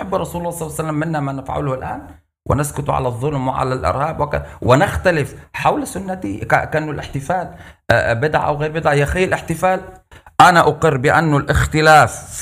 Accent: Lebanon; born there; هو البلد بلدي لبنان، أنا ولدت في لبنان

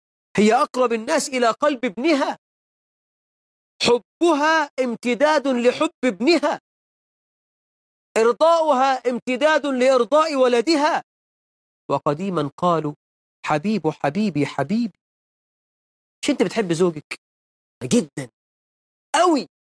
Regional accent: Egypt; أنا كمصري

